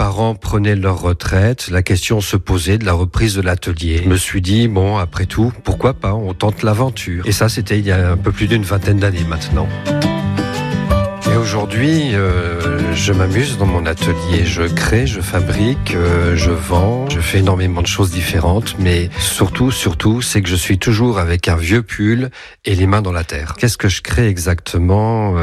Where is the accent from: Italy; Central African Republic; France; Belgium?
France; Nancy, Grand Est; born there; now in Malicorne-sur-Sarthe, France; j'ai 55 ans et je suis né à Nancy. J'habite à Malicorne-sur-Sarthe depuis une quarantaine d'années